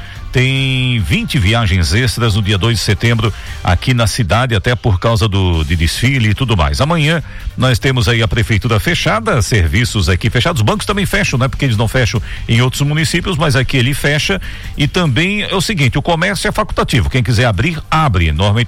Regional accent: Santa Catarina, Brazil; eu sou catarinense

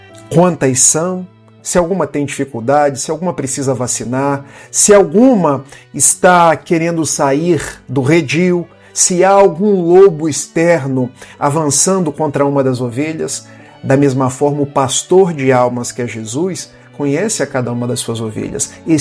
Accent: Itaperuna, Rio de Janeiro, Brazil; Estou me valendo de uma palavra do interior do estado do Rio, de onde eu sou da cidade de Itapiruna.

